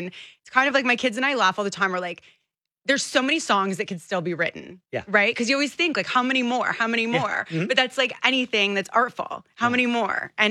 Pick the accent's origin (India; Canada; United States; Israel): Canada; Toronto, Ontario; Growing up in Toronto, our weather is so extreme.